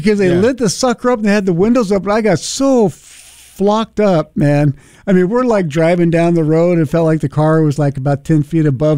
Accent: United States; I'm an American dude

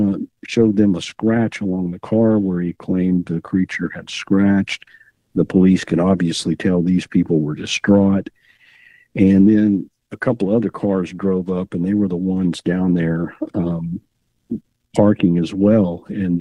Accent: Fort Worth, Texas, United States; So, yeah, I was born in Fort Worth and I've lived in the Dallas-Fort Worth area my whole life.

